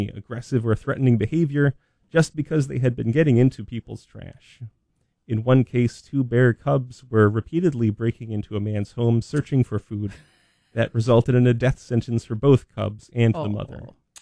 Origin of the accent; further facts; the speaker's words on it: New York, United States; I grew up in Western New York